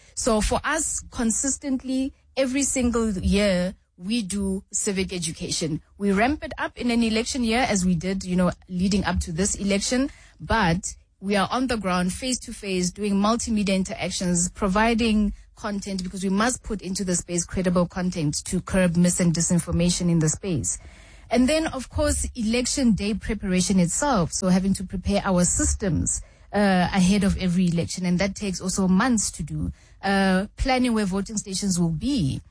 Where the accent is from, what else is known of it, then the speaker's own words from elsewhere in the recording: Garankuwa, Gauteng, South Africa; I grew up at a time when 702 was a smaller radio station, and I lived in Garankuwa. I grew up in Garankuwa, for instance.